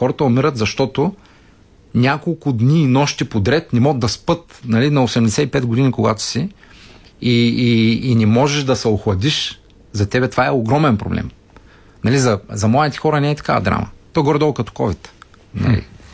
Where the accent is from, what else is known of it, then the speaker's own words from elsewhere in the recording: Yambol, Yambol Province, Bulgaria; Сега, аз съм от Ямбол. За мен е 36-7 градуса.